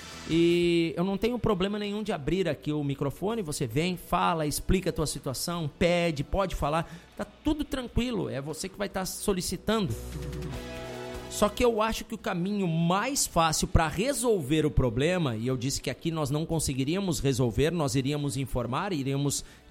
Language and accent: Portuguese; Rio Grande do Sul, Brazil; moved away; eu vim do Rio Grande do Sul, comprei aqui um local e eu não consigo ligar mais a água